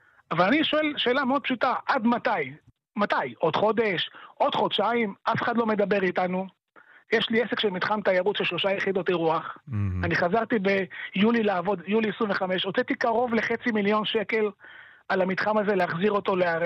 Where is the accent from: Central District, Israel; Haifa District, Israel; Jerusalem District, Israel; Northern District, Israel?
Northern District, Israel; Goren; born there; אנחנו נולדנו פה, אנחנו דור שלישי פה